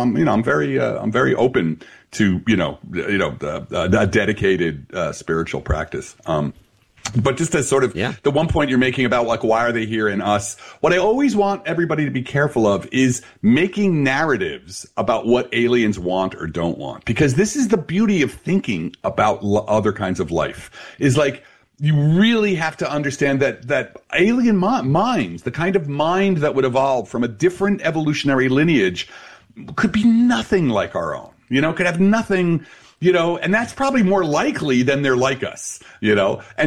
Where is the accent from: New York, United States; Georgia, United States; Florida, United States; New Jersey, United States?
New Jersey, United States; Belleville